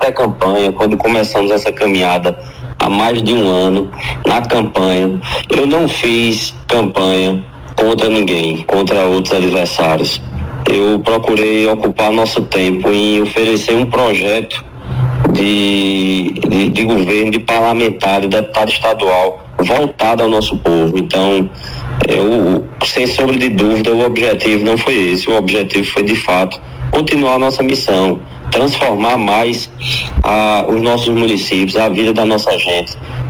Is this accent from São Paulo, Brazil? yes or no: no; Pernambuco, Brazil